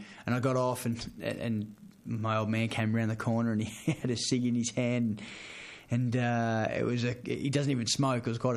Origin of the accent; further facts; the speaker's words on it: Killarney Heights, New South Wales, Australia; I'm a kid from the Northern Beaches. I grew up in Killarney Heights, and cricket was just my passion.